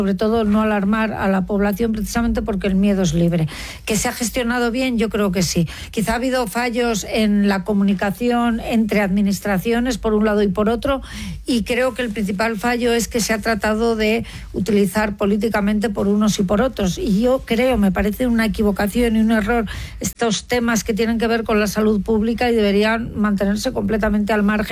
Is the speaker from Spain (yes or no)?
yes; Madrid, Community of Madrid, Spain; born there; Ahí nací yo, en el Gómez Ulla.